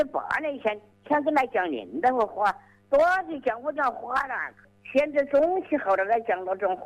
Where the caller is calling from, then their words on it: Gong'an, Hubei, China; 我是湖北省公安县狮子口镇红枫一座。